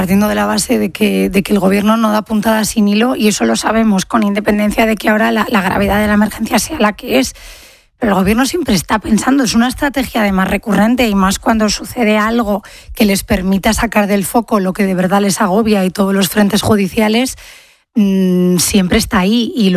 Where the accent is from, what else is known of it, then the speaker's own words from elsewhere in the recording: Madrid, Community of Madrid, Spain; la gente que somos de Madrid en este caso, conoces a alguien que han evacuado.